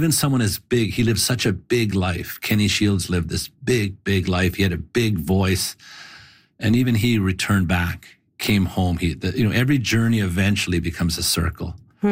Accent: Fort Vermilion, Alberta, Canada; I grew up in Fort Vermilion. It's a population of about 700 people. It's up near Wood Buffalo National Park.

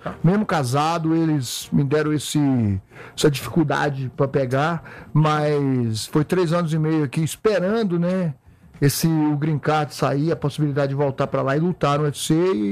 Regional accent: Minas Gerais, Brazil; now in United States; sou do interior de Minas

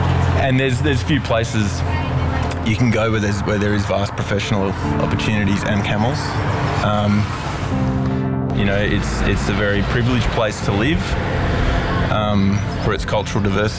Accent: Bathurst, New South Wales, Australia; born there; also born or lived in Sydney; I grew up in Sydney till I was about 10, and then Bathurst in New South Wales.

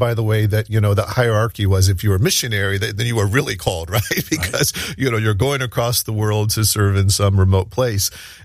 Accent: Ohio, United States; I grew up in Southwest Ohio.

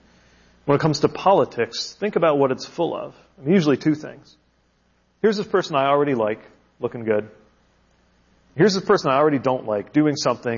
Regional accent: Indiana, United States; I'm always imagining the viewer as somebody who I knew growing up in Indiana and disagreed

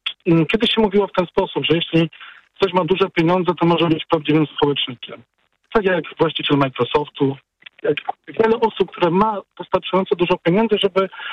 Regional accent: Kraków, Lesser Poland, Poland; z perspektywy Krakowa, a mieszkam tutaj już od urodzenia, czyli 50 lat z kawałkiem

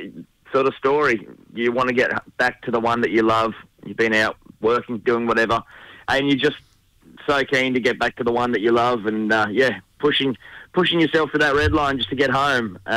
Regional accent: Casino, New South Wales, Australia; I'm from Casino, and Casino is the official beef capital of Australia

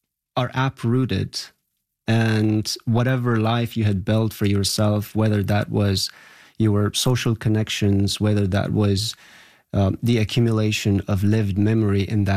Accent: Afghanistan; now in Canada; So growing up in Afghanistan, growing up during the war, I was very reserved and also allowing people more space. And those things, coming to Canada and finding yourself in the dating scenes, those did not translate.

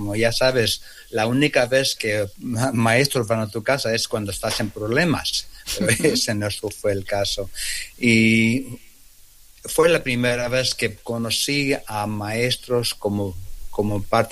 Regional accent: Mexico; now in United States; Sí, pues muchos de nosotros somos migrantes. Llegamos de México, de otros países, y este país no siempre nos ha valorizado

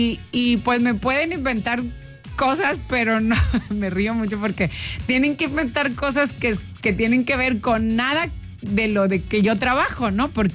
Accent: Monterrey, Nuevo León, Mexico; porque además así somos los regios.

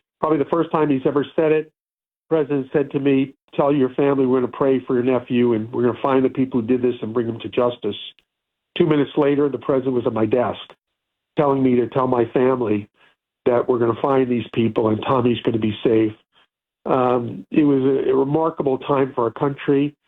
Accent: New York, United States; moved away; I'm from New York.

